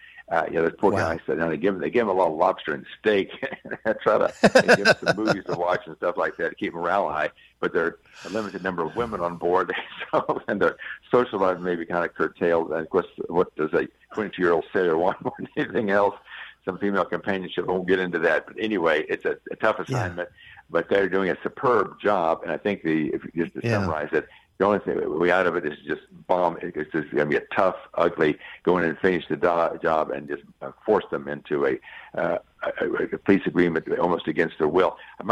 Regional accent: Texas, United States; I'm from Texas, very proud to be from Texas

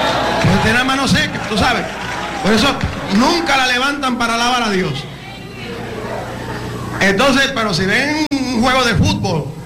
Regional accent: Puerto Rico; yo era el único puertorriqueño

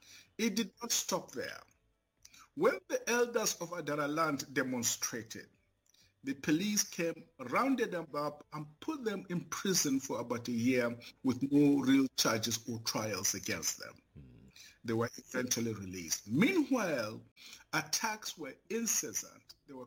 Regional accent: Nasarawa, Nigeria; I grew up in Nasarawa State because my father was a missionary, a pastor, an evangelist.

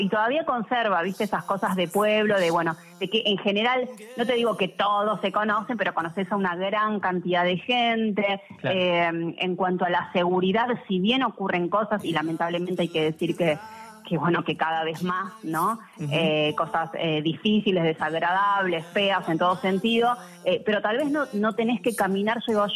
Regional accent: Buenos Aires, Argentina; moved away as an adult; now in Bariloche, Argentina; soy porteña, nací en Buenos Aires, en Capital Federal, sí. Tuve muchas mudanzas, me acuerdo, de chica, y bueno, terminé, digamos, que creciendo toda la adolescencia

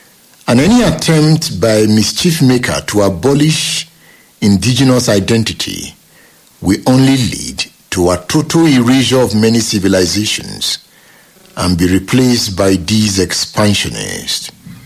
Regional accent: Edo, Nigeria; born there; now in Ibadan, Nigeria; I was born in Edo. I know Edo. I know Edo like the back of my palm. I know the chorus of Edo. Edo is in my blood. I speak Benin. I live Benin.

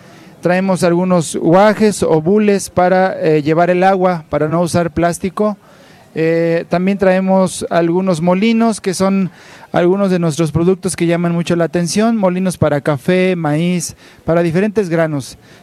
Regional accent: Atzalán, Veracruz, Mexico; moved away; Venimos de Atzalán, Veracruz, de la zona Totonaca.

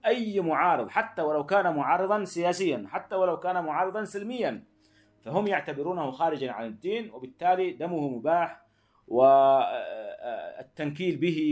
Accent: Yemen; حلية دمائنا نحن كيمنيين

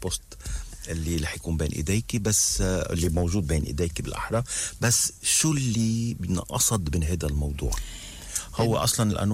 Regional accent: Lebanon

